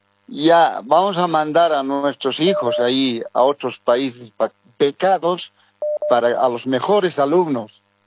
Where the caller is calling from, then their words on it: El Alto, La Paz, Bolivia; de aquí, del Alto de La Paz.